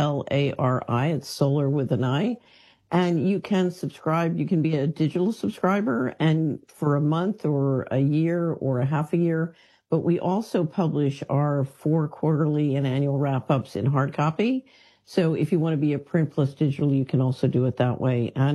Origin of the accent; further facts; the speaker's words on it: Philadelphia, Pennsylvania, United States; I grew up in West Philadelphia.